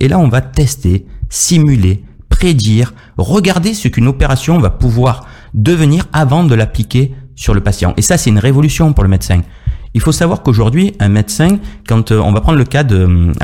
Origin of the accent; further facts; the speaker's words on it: Marseille, Provence-Alpes-Côte d'Azur, France; Je suis vraiment un local hein, de l'étape. Je suis né à Marseille.